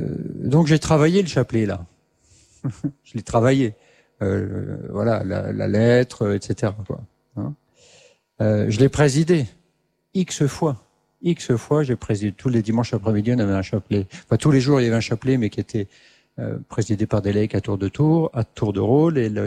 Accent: Grand Est, France; Voilà, j'étais scout dans ma jeunesse en Alsace.

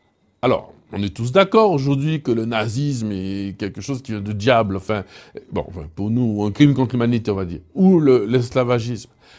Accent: Antilles, France; « faut pas faire mal élevé », comme on dit chez nous aux Antilles

